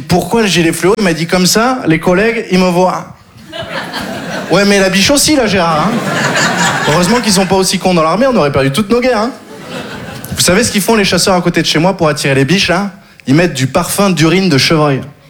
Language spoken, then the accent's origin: French; Occitanie, France; Je viens du Sud, j'ai grandi dans le Gard. Le Gard, vous connaissez ?